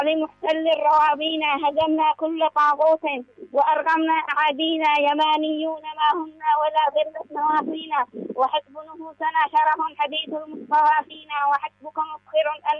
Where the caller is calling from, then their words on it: Al Hudaydah, Yemen; من الحديدة بيت الحقيه